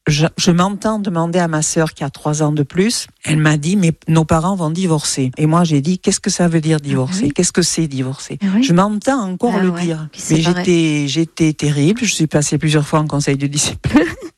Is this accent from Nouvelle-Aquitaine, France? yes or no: yes; Bordeaux, Nouvelle-Aquitaine, France; now in Cambo-les-Bains, France; je viens de Bordeaux, j'ai 81 ans et je suis à Cambo.